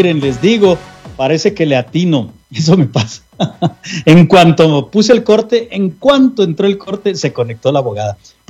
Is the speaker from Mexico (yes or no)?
yes; Mexico; now in United States; Tengo 25 años aquí, soy de México y pasé con mi visa de turista.